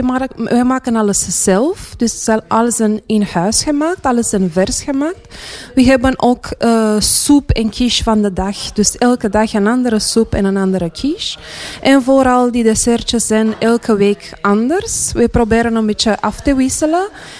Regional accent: Romania; now in Belgium; We zijn Roemeens.

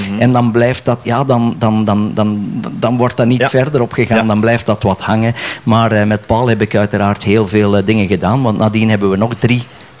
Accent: Essen, Flanders, Belgium; born there

